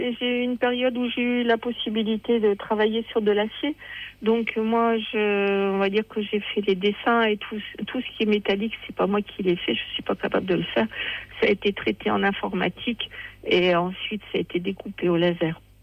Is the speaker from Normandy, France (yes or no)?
no; Seclin, Hauts-de-France, France; born there; c'était là où je suis née, à Seclin.